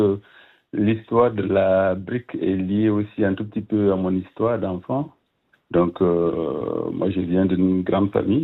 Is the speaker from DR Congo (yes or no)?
no; Burkina Faso; moved away as an adult; now in Switzerland; J'ai grandi au Burkina jusqu'à mes 25 ans, donc depuis 1993 je suis là.